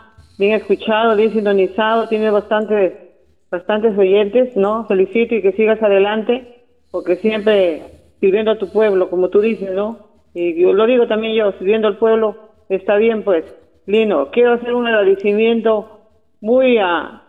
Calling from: Chiclayo, Lambayeque, Peru; En Chiclayo, Lina.

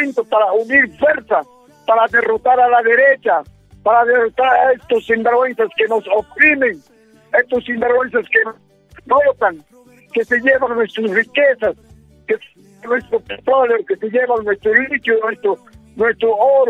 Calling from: Peru

